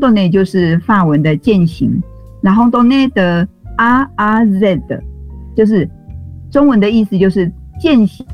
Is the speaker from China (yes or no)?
no; Taiwan; first language Taiwanese Hokkien; Chinese is a second language; moved away as an adult; now in France; 对我的母语台语还有我先生的母语法语啊，